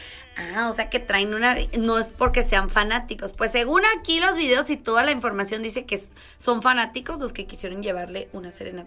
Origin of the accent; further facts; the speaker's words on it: Mexico; sí, somos mexicanos